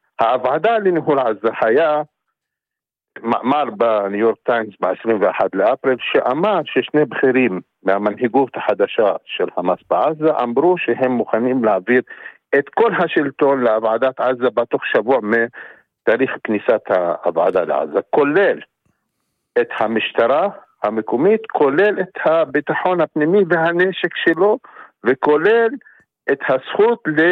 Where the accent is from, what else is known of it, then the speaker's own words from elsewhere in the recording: Palestine; אני עכשיו פלסטיני, אבל מכיר טוב את הישראלים